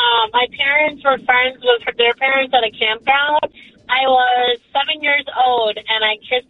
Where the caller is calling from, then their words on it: McHenry, Illinois, United States; I'm calling from McHenry, Illinois.